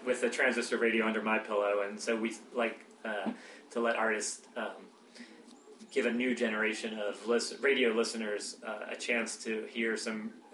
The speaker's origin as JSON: {"language": "English", "town": "Baltimore", "region": "Maryland", "country": "United States", "tie": "born or raised there", "said": "I grew up listening to in Baltimore, or outside of Baltimore, listening to WFBR and listening to Baltimore Oriole games at night."}